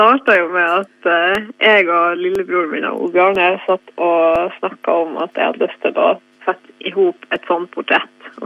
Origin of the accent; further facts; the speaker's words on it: Korgen, Nordland, Norway; now in Oslo, Norway; Ja, jeg er jo ifra Korgen.